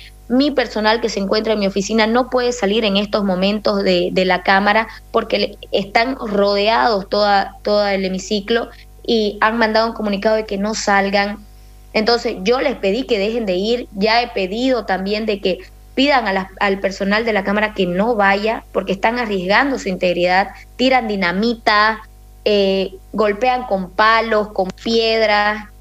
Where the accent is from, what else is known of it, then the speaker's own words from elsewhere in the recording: Warnes, Santa Cruz, Bolivia; La realidad es que nosotros aquí en Santa Cruz, yo soy de Guarnes, una ciudad que es al norte de Santa Cruz, somos productores.